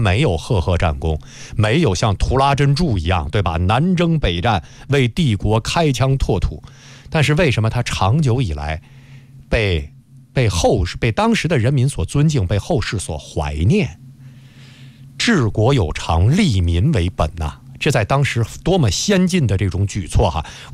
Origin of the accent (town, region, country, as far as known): China